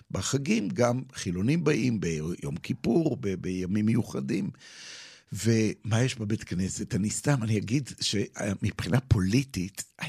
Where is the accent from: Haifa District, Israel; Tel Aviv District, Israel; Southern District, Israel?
Tel Aviv District, Israel; Ramat Gan; גדלתי בשכונה ברמת גן, שכונה סגורה מאוד, כאילו סגורה אינטימית, של הייתי אומר 80% ישראלים חילונים ועוד 20% דתיים